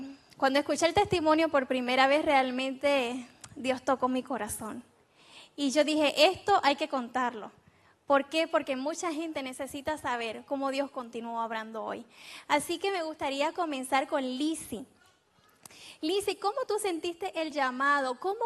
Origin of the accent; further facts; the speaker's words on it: Puerto Rico; porque tengo a personas de mi tierra, de mi isla, de la Isla del Encanto de Puerto Rico.